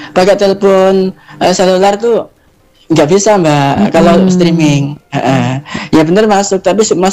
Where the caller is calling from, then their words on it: Tuban, East Java, Indonesia; di desa saya, tempatnya di Tuwiri Kulon Merak Tuban